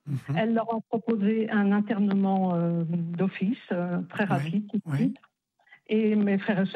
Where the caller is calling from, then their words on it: Brittany, France; je vous appelle de Bretagne